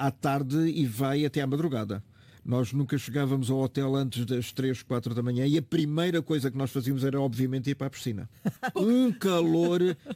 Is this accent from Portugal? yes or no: yes; Portugal; eu sou de Portugal.